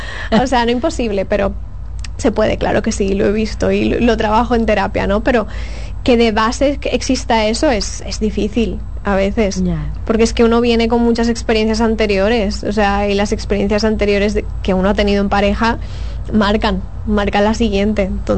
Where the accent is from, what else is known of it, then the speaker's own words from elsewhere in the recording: Spain; moved away; como española que soy